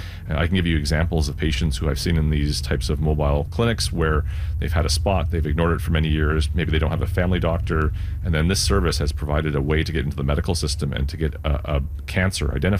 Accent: Ottawa, Ontario, Canada; I'm a dermatologist from Ottawa, actually.

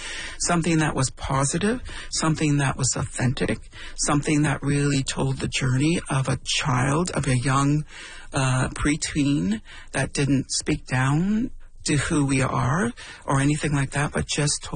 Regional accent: Temagami, Ontario, Canada; When I grew up in Temagami, in Northern Ontario, but I think this is true for all across Canada, really

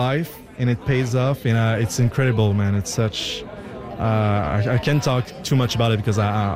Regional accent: Canada; And being a Canadian, being the only Canadian, particularly in those times, is really great. I really feel like somehow the whole country is behind me.

